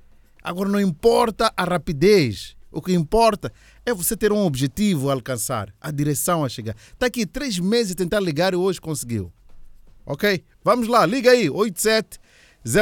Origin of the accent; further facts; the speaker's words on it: Mozambique; Eu sou moçambicano, né?